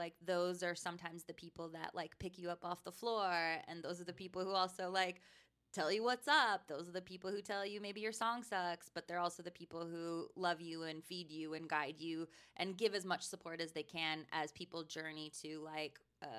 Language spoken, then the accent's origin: English; Edmonton, Alberta, Canada; I'm from Edmonton in, like, northern Alberta, and, like, my family drove, like, 5 hours to come see the film